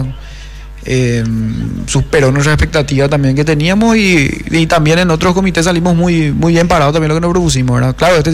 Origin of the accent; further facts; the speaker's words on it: Luque, Central, Paraguay; Yo soy Laurelty, laureltiense.